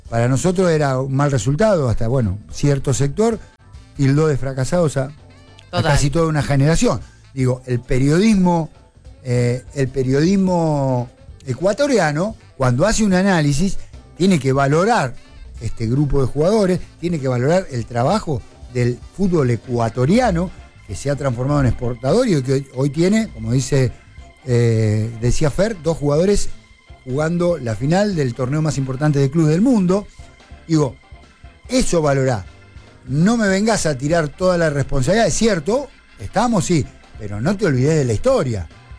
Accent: Lima, Buenos Aires Province, Argentina; Está en Lima, mi pueblo.

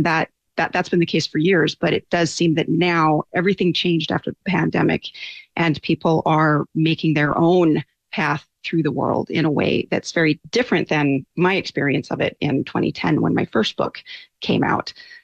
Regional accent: Tacoma, Washington, United States; moved away as an adult; now in Las Vegas, United States; I have now been in Vegas for 20 years, but I'm from Washington State. So a lot of that draws on autobiographical experience of growing up in the 70s in the overcast Pacific Northwest.

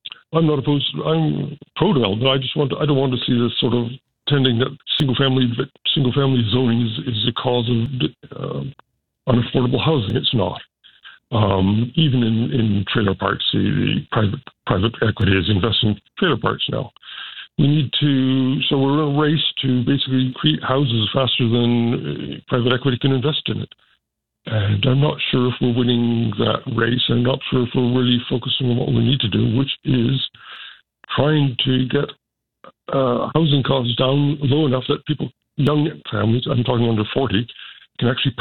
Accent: Victoria, British Columbia, Canada; Born and raised in Victoria, like my father and grandfather.

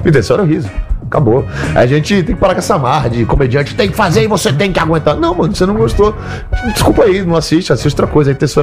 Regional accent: Brazil; Eu sou humorista brasileiro.

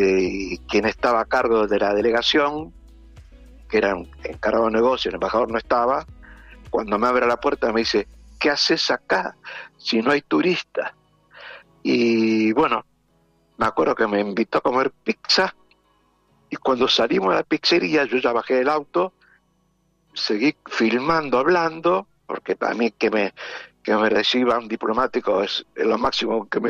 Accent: Argentina; Y me dice, ¿de dónde eres? De Argentina. Bueno, pero hay muchos argentinos en el ejército israelí. No, soy argentino y turista.

